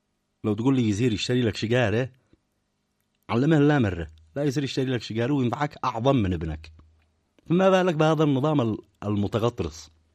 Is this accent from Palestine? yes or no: no; Yemen; على بلادنا اليمن؟